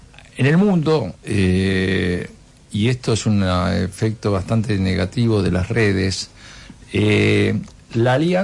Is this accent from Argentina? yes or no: yes; Argentina; yo elijo vivir en mi país, quiero mi país, pago impuestos en mi país